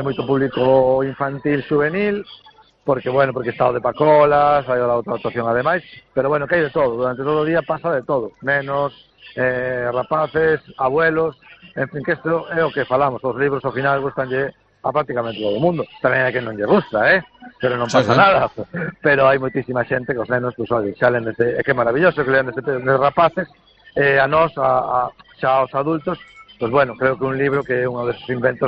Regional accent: Bañobre, Galicia, Spain; eu digo polo meu pueblo, non, Bañobre, quer dicir, non somos nin concello, temos unha verbena, non?

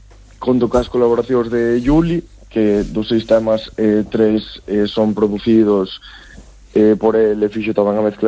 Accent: Galicia, Spain; first language Galician; simplemente son galego, falo galego, a miña lingua é o galego

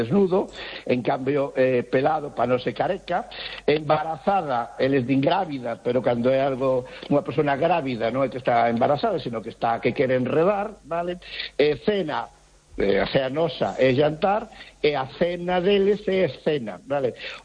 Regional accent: Galicia, Spain; non, son galego, estou unha beiriña e tal.

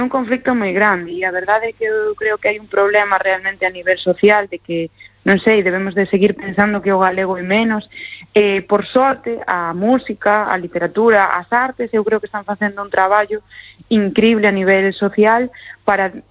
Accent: Galicia, Spain; que nos define como galegos realmente.

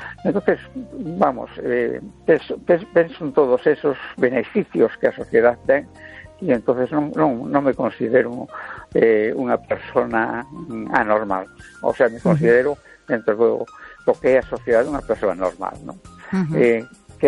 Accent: A Coruña, Galicia, Spain

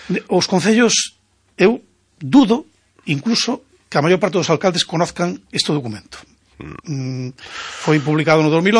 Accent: Carballo, Galicia, Spain; son Carballer, Laraches, casi Malpicán e tal, ando por aí, son ciudadano de Bergantiños

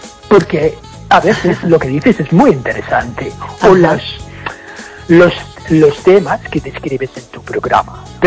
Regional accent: Ireland; first language English; Spanish is a second language

